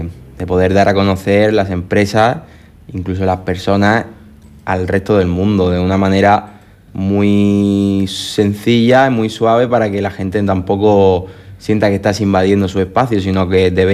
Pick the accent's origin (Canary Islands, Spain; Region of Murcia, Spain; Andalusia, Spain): Region of Murcia, Spain; Cieza; Pues yo soy de Cieza, empecé en Cieza trabajando.